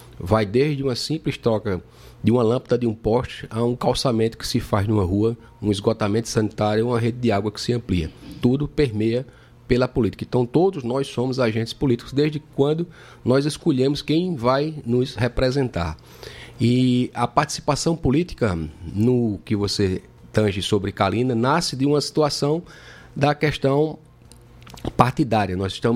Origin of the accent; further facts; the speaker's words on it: Campina Grande, Paraíba, Brazil; also born or lived in Esperança; Eu sou nasci em Esperança, mas me considero campinense porque eu vim morar aqui em Campina Grande com meus 7 anos de idade.